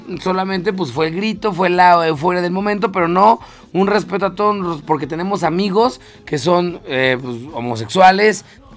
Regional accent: Mexico City, Mexico; soy de México, pero, no, de la Ciudad de México.

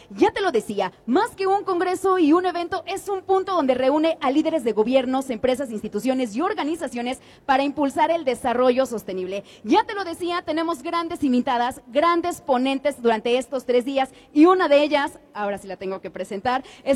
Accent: Mexico; como mujer, como mexicana

